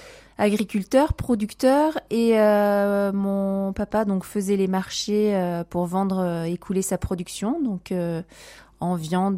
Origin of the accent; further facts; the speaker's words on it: Solignac-sur-Loire, Auvergne-Rhône-Alpes, France; also born or lived in Le Puy-en-Velay; Alors je suis une pure souche de Haute-Loire, donc je suis née au Puy-en-Velay. J'ai passé mon enfance sur Solignac-sur-Loire, plus précisément dans le plus beau village juste à côté, à Gisou.